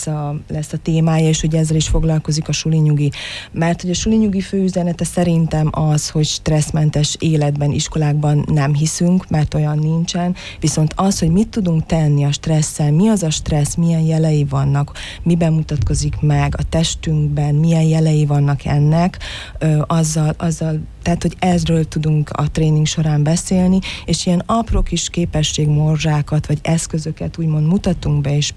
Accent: Sümeg, Veszprém County, Hungary; now in Dunaszentgyörgy, Hungary; Dunaszentgyörgyön élek, igen, a családommal. Én nem idevalósi vagyok, én sümegi vagyok. Egy kicsit messziről, de a férjem paksi, tőzsgyökeres paksi.

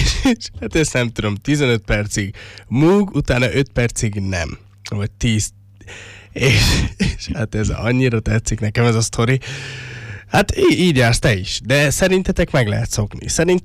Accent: Székesfehérvár, Fejér, Hungary; Ahol mi élünk, ugye meg én felnőttem, ott a játszótérnél, hát ott szerintem brutál hangosan működik ez a trafó. Az öreg hegyen? Igen.

